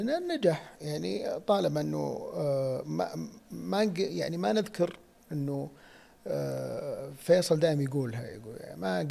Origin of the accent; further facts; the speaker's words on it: Saudi Arabia; نحن كفنانين سعوديين بناخذ هذا الجانب